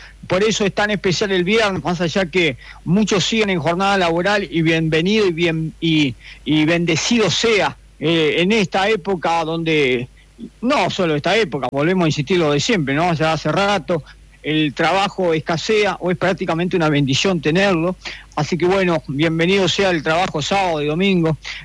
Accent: Argentina

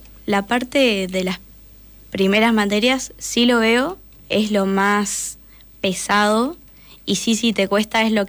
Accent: Paso de los Libres, Corrientes, Argentina; now in Concordia, Argentina; encontré que había en Concordia, que me queda cerca, soy de Paso de los Libres de Corrientes

